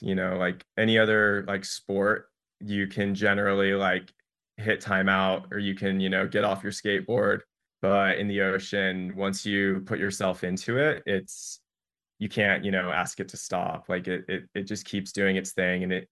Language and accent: English; Florida, United States; moved away; also born or lived in Oregon; So I've lived here since 2017, so for about 9 years. And I was born in Oregon, but I grew up in Florida